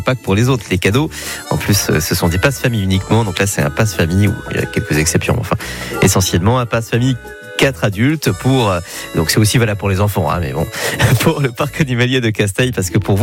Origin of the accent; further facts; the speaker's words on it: Auvergne-Rhône-Alpes, France; moved away; Moi, je viens de l'Isère.